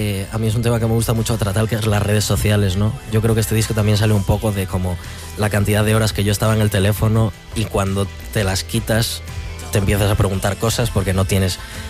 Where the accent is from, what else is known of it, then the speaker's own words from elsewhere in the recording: Vigo, Galicia, Spain; somos cuatro amigos de Vigo